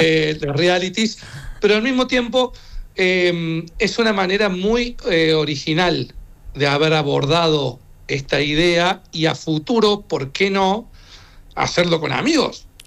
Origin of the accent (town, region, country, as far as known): Argentina